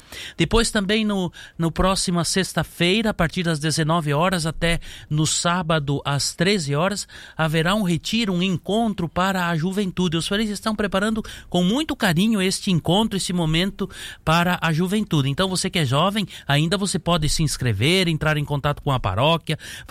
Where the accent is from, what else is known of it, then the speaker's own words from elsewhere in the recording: Santa Bárbara, Brazil; Isso, nascido em Santa Bárbara. Nascido, inclusive, na casa dos meus pais em Santa Bárbara.